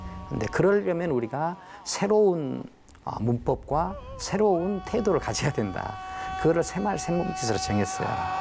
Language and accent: Korean; Hampyeong, South Jeolla, South Korea; 저는 그 지역 감정이 좀 강한 사람입니다. 그래서 제 고향을 사랑해요. 저는 한평을 사랑합니다.